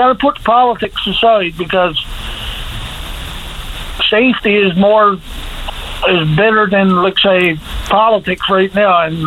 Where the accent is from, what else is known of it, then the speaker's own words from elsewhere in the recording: Burgeo, Newfoundland and Labrador, Canada; No, I'm in a corner, but I'm from Burgio.